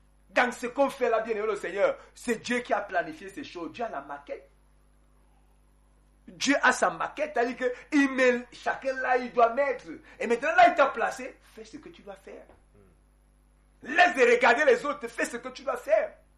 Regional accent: Côte d’Ivoire; quand j'ai grandi en Côte d'Ivoire

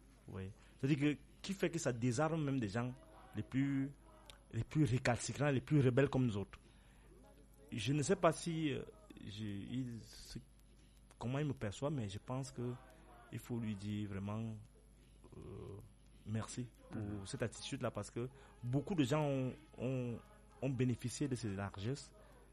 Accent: Cameroon; moved away as an adult; c'est grâce à lui aussi que je suis sorti du Cameroun. Mmh. En 2005, après la grève des étudiants, j'ai bénéficié d'une bourse de mobilité pour le Canada

